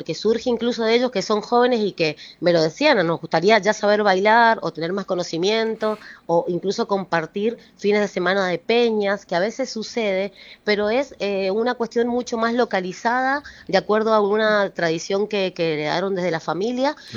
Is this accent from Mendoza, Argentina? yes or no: yes; Mendoza, Argentina; nosotros como mendocinos incentivando este proyecto.